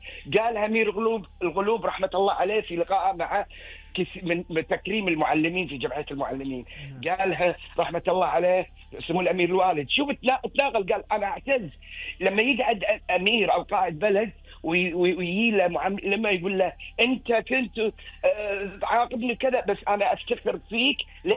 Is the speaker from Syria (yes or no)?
no; Kuwait; وعندنا في الكويت يعني خلينا نقول رائدين في مجال التعليم،